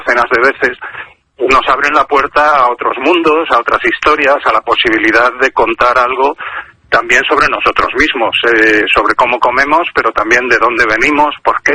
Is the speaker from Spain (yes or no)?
yes; Galicia, Spain; Yo creo que siendo gallego, lo de hablar de comida, lo de pensar sobre comida, lo llevo en el ADN.